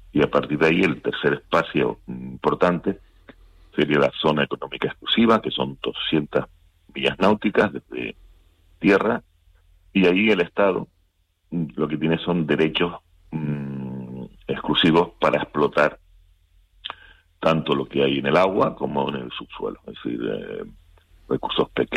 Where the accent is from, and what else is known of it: Canary Islands, Spain